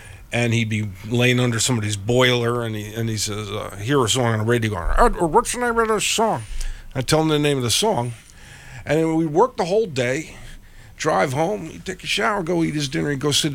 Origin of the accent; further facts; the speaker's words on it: Ridgewood, New Jersey, United States; I grew up in Ridgewood.